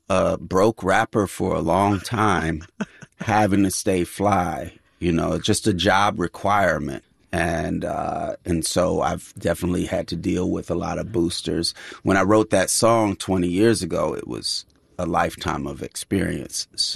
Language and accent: English; California, United States